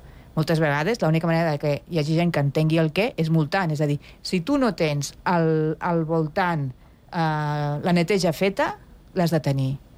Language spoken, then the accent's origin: Catalan; Pyrenees, Spain; jo soc del Pirineu